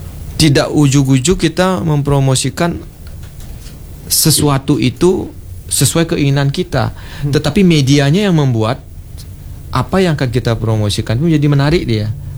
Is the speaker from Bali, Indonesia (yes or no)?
yes; Bali, Indonesia; Kita orang Bali penari